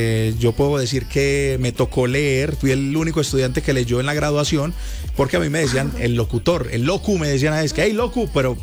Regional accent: Antioquia, Colombia; now in Bogotá, Colombia; nosotros los paisas

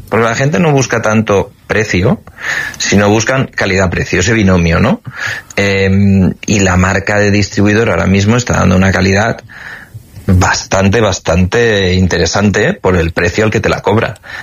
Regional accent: Barcelona, Catalonia, Spain

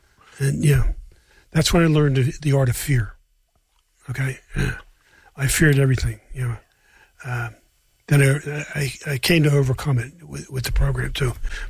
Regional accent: Upper Darby, Pennsylvania, United States; Well, I grew up in Upper Darby.

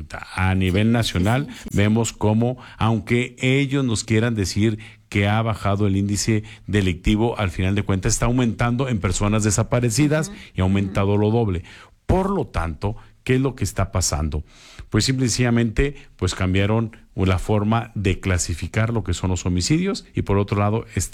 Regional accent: Aguascalientes, Mexico; todos como aguascalentenses y como mexicanos

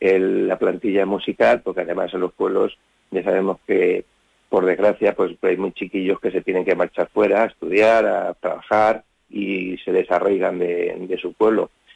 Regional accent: Villarrobledo, Castilla-La Mancha, Spain; Cuando yo empecé a estudiar música en Villarrobledo, que yo soy natural de Villarrobledo, pues como te he dicho antes, yo era un niño con 8 años

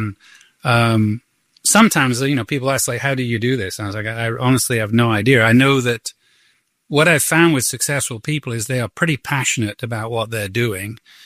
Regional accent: the north of England, United Kingdom; I'm from Northern England

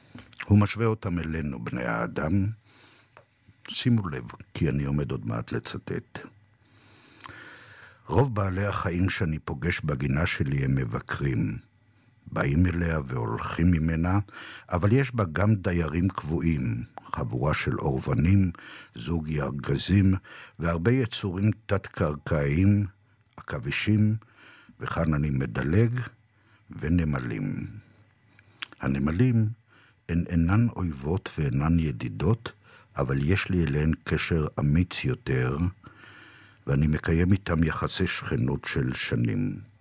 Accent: Herzliya, Tel Aviv District, Israel; ביתי כילד בהרצליה היה מוקף שדות ומאחוריהם פרדסים.

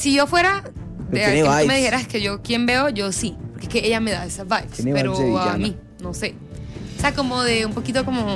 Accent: Caribbean Region, Colombia; Es que yo no solamente soy costeña, sino que soy costeña extrovertida.

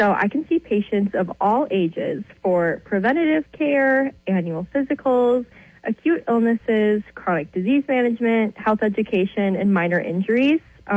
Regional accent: Hibbing, Minnesota, United States; I'm originally from Hibbing. I got my nursing degree from Concordia College in Moorhead, Minnesota.

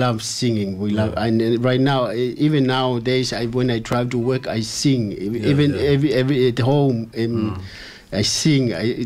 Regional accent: Tonga; English is a second language; now in Australia; Yes, I came from Tonga to Australia. I think every Tongan a boy, when he moved from Tonga to Australia, we have a desire to build up our financial life, to have a better life, to have a better living.

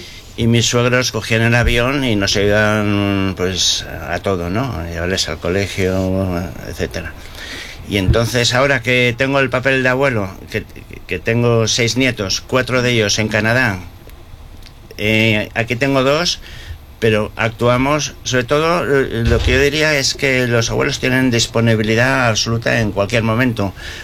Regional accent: Valencia, Valencian Community, Spain; moved away as an adult; also born or lived in Lanzarote; yo soy de Valencia y mis padres no estaban

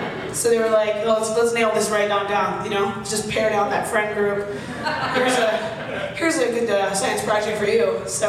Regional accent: Arizona, United States; I was raised in Arizona. And it was just like, I never dealt with allergies there.

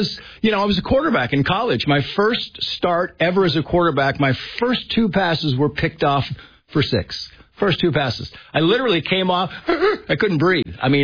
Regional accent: Mammoth, United States; because that was my hometown.

